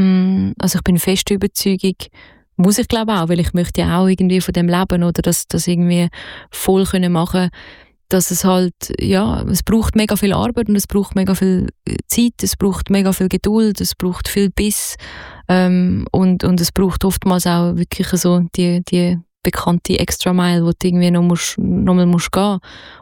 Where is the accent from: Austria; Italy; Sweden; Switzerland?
Switzerland; Zurich; Also natürlich, ich meine, ich bin aus Zürich